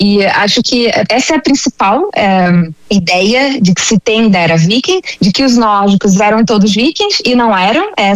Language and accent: Portuguese; Rio de Janeiro, Brazil; now in Norway; como carioca que vive na Noruega